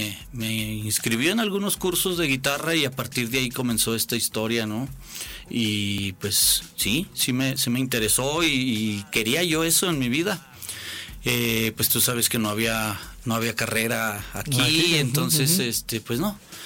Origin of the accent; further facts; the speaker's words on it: Aguascalientes, Mexico; born there; Bueno, pues yo soy nacido aquí en Aguascalientes, uh-huh. Familia tradicional de las de hace muchos años que llegaron de los Altos de Jalisco.